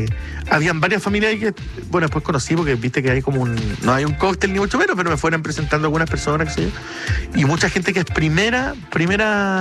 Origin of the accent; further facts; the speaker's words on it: Punta Arenas, Magallanes, Chile; no tan solo con el caso de mi hermano, además que venimos todos de Punta Arenas, a todos le ha costado, somos tres hermanos